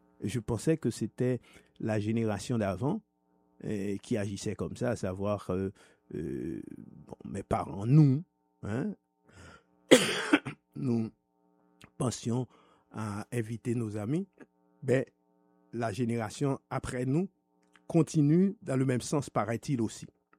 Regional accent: Haiti; Si un pays que je devais aimer, c'est Haïti, puisque je suis haïtien. Okay? Ça, je n'ai pas besoin de le dire. En m'entendant parler, vous savez tous que je suis haïtien.

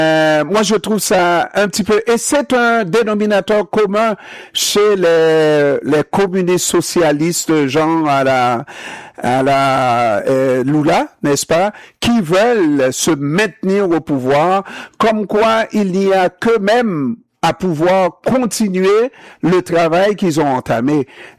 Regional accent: Haiti; also born or lived in Canada; je n'ai rien à dire, je suis haïtien-canadien

